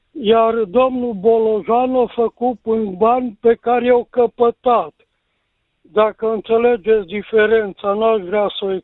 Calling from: Cluj-Napoca, Cluj County, Romania; din Cluj, Napoca

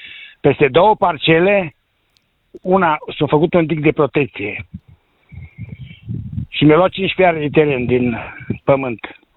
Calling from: Călinești-Oaș, Satu Mare County, Romania; Eu sunt din Călinești Oaș.

